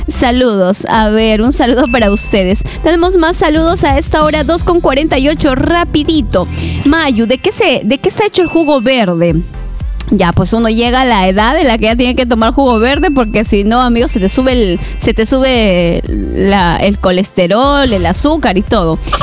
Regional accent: Peru; now in Colombia; Soy un peruano radicando aquí en Colombia con mi amada esposa Beatriz.

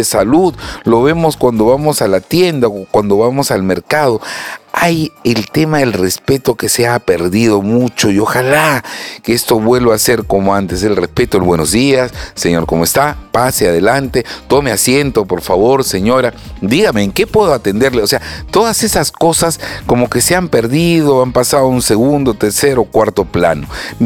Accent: Peru; como peruanos de buen diente, la cocina es espectacular.

